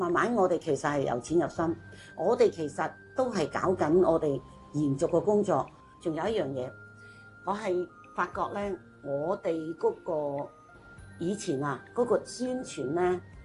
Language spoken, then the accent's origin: Cantonese; Macau; 我咧就係、是、澳門啦，土生土長嘅，咁但係咧就係、是、我係佛山人。